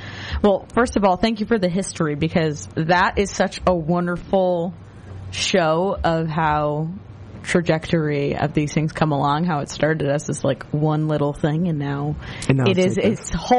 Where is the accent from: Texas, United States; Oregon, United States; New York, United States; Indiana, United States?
New York, United States; I'm a New Yorker.